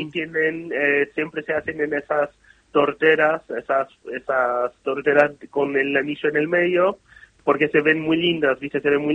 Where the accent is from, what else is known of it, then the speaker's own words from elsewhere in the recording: Brazil; Spanish is a second language; moved away as an adult; now in Buenos Aires, Argentina; yo, por ejemplo, que toda mi infancia, adolescencia, viví en Brasil